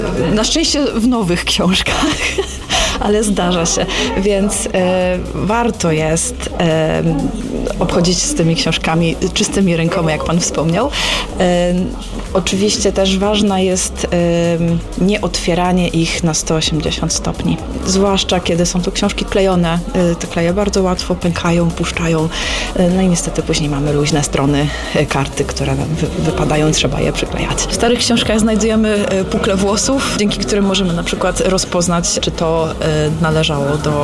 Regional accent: Wrocław, Lower Silesian Voivodeship, Poland; Ogólnie jestem z Wrocławia.

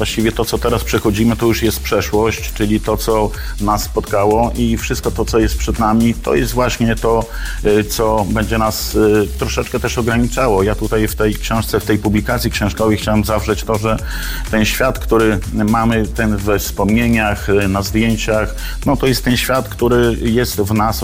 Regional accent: Białystok, Podlaskie Voivodeship, Poland; moved away as an adult; jestem z Białegostoku, więc troszeczkę miałem dłuższą drogę

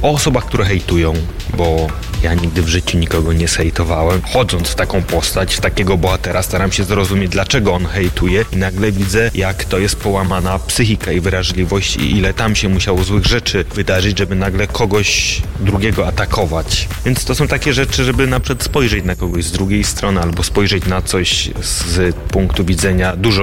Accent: Silesian Voivodeship, Poland; accent: Silesian; zaciągam po śląsku

